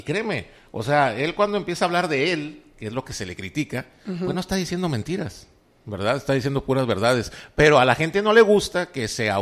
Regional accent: Mexico; O sea, así somos los mexicanos.

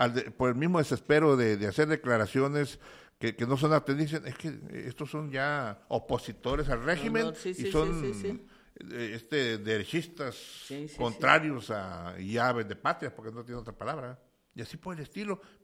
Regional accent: Mexico

